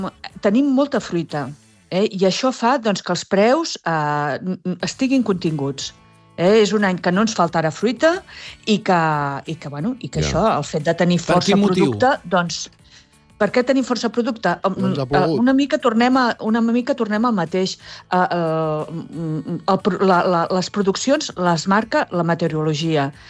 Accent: Terrassa, Catalonia, Spain; Jo sóc de Terrassa.

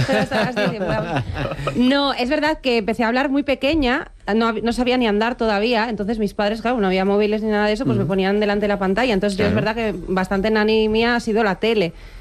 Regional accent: Galicia, Spain; Pues mi primer recuerdo, bueno, yo soy gallega, entonces seguramente sea el Xabarín Club, que es el, pues, lo que teníamos en Galicia

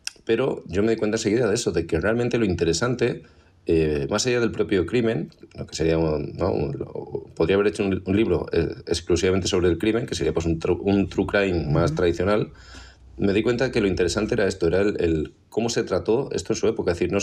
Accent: Extremadura, Spain; porque yo sabía que era un tema, pues eso, muy doloroso, muy sensible, allí en Extremadura, en mi tierra.

